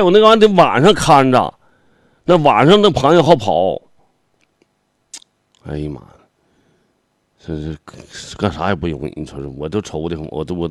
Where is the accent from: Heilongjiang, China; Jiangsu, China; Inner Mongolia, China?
Heilongjiang, China; moved away; 我们黑龙江那边